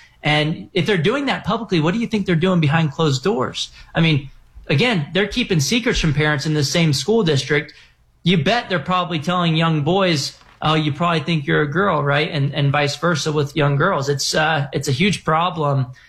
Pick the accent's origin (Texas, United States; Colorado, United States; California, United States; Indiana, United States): Texas, United States; like in my home state of Texas and other red states